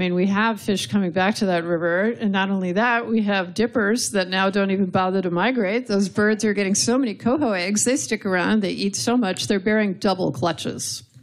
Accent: New York, United States; now in Pacific Northwest, United States; I'm from New York.

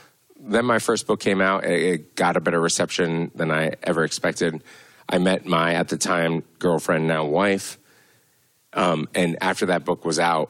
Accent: Boston, Massachusetts, United States; I grew up unhoused in Boston.

